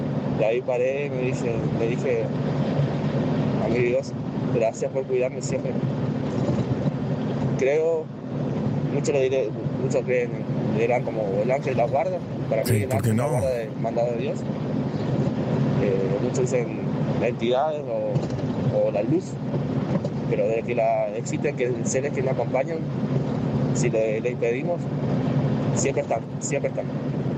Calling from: Misiones, Argentina; Soy de Misiones.

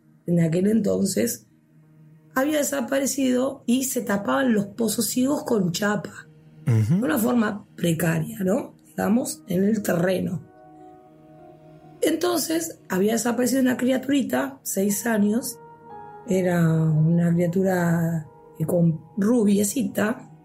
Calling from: Lomas de Zamora, Buenos Aires Province, Argentina; Soy de Lomas de Zamora.

